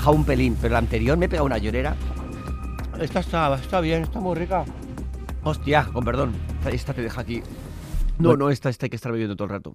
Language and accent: Spanish; San Sebastián, Basque Country, Spain